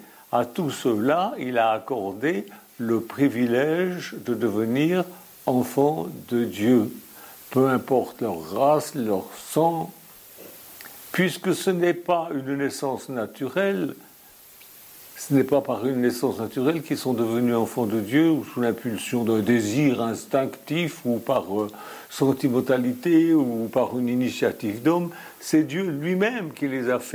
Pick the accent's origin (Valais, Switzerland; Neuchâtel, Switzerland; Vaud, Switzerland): Vaud, Switzerland; Lausanne; also born or lived in Chexbres, Lavaux; Je suis né à Lausanne, en Suisse, dans le canton de Vaud.